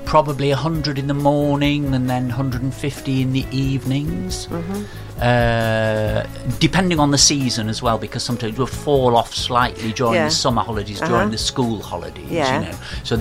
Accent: Yorkshire and the Humber, United Kingdom; accent: Yorkshire; Well, I'm from Yorkshire, you might be able to tell.

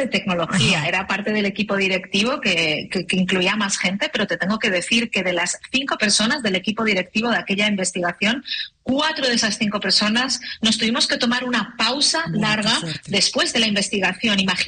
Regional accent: Spain; Pues como española, de 30 y pocos años

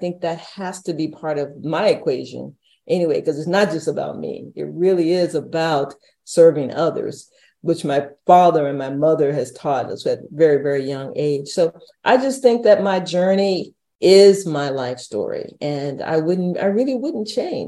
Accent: San Antonio, Texas, United States; growing up in San Antonio and not being, you know, not having a whole lot of money

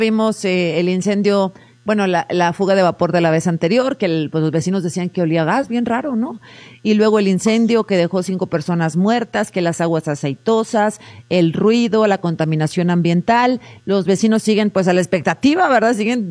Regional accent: Mexico

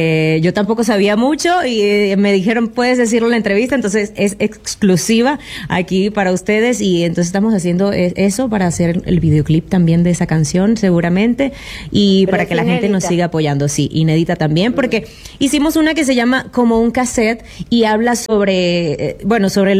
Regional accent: Venezuela; Yo, por ejemplo, soy venezolana

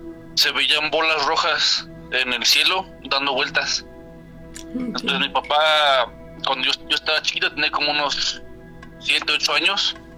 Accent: Saltillo, Coahuila, Mexico; yo soy de Saltillo, Coahuila. Yo viví mucho tiempo allá en Coahuila, y lo que es ahí en Parras y Ramos Arizpe, se contaban muchas historias de brujas.

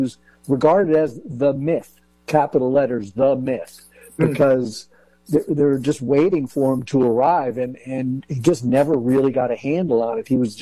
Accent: White Plains, New York, United States; I grew up in White Plains.

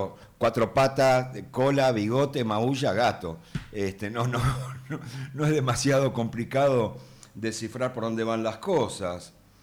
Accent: Argentina; como somos los argentinos

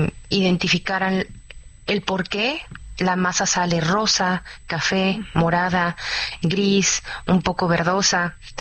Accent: Oaxaca, Mexico; also born or lived in Mexico City; now in Los Angeles, United States; yo como mexicana, yo soy de la Ciudad de México, pero también crecí en Oaxaca.

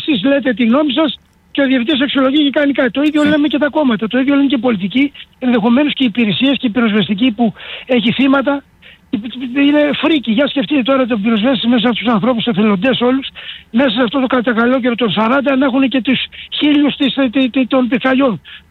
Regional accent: Chios, North Aegean, Greece; ο τόπος μου, επανέρχομαι, γιατί εντάξει, είμαι και βουλευτής τόπου, της Χίου.

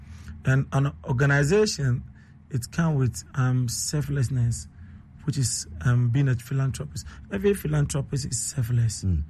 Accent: Greater Accra, Ghana; I'm a son of the soil of this land. I'm Ghanaian. I come from Greater Accra here.

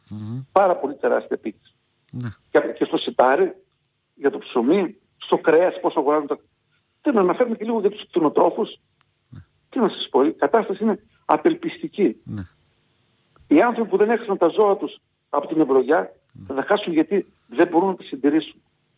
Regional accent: Thessaly, Greece; Χαρακτηριστικό παράδειγμα σας αναφέρω ότι στο χωριό μου, το οποίο είναι η μητέρα Καρδίτσα, έχει γυμνάσιο.

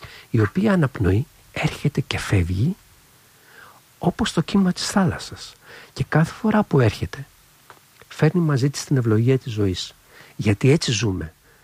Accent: Greece; now in China; σαν Έλληνας

